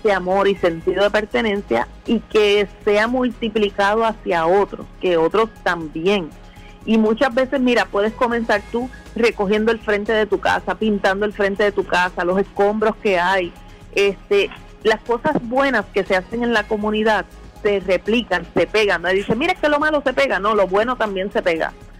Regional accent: Hatillo, Puerto Rico; vengo de un pueblo ganadero, ¿verdad? Yo me crié en Atillo, que es un pueblo ganadero

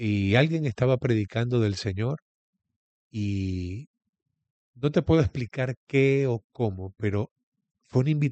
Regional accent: Puerto La Cruz, Anzoátegui, Venezuela; born there; así que nací biológicamente en Puerto La Cruz

